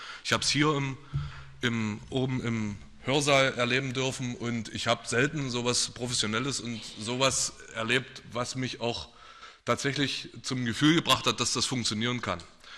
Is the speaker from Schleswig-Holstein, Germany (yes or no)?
no; Thalheim, Saxony, Germany; Und ich gebe zu, ich komme aus Thalheim und bin 1987 geboren, ich habe keinen persönlichen Bezug zum Kulturpalast